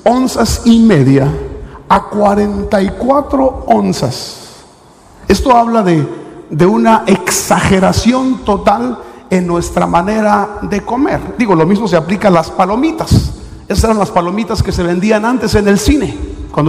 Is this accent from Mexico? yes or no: yes; Sonora, Mexico; moved away as an adult; now in United States; yo soy de Sonora y los burritos de Sonora pues son chiquitos